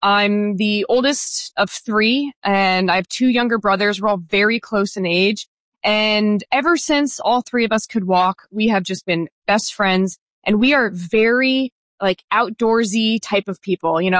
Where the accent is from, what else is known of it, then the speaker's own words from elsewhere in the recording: New Jersey, United States; we grew up in New Jersey, only an hour away from the academy.